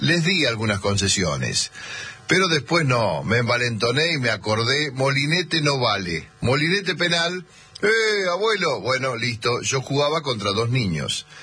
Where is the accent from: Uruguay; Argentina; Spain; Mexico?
Argentina; 25 de Mayo, Buenos Aires Province; born there; now in Buenos Aires, Argentina; yo no estaba en 25 de mayo.